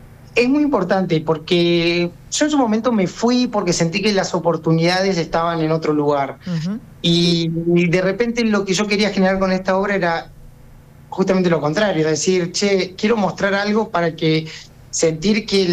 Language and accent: Spanish; Córdoba, Argentina; moved away as an adult; now in Buenos Aires, Argentina; en Córdoba, en mi ciudad natal